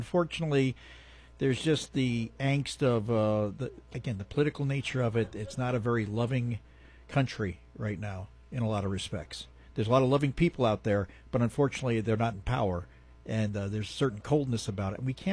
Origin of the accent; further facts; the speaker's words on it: New Jersey, United States; Because I'm from Jersey, and that's how we roll.